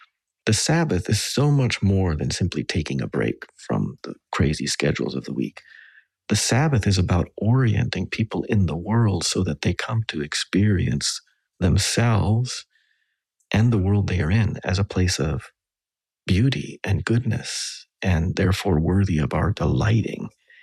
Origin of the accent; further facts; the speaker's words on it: Western Canada, Canada; because I grew up with him in Western Canada.